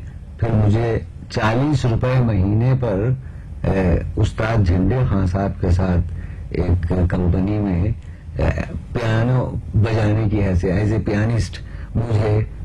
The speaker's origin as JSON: {"language": "Hindi", "town": "Lucknow", "region": "Uttar Pradesh", "country": "India", "said": "जी, इसकी टाइम लखनऊ का रहने वाला हूँ"}